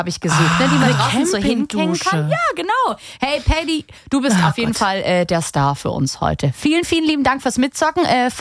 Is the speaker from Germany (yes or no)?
yes; Leutenbach, Baden-Württemberg, Germany; Ah, ja, Leutenbach, das ist mein Ort, mein Heimatort